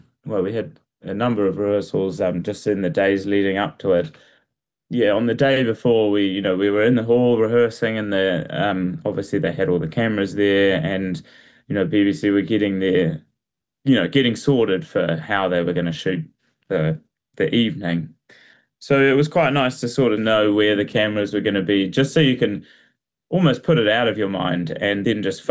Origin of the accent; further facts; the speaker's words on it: Wellington, New Zealand; also born or lived in England; I grew up in Wellington.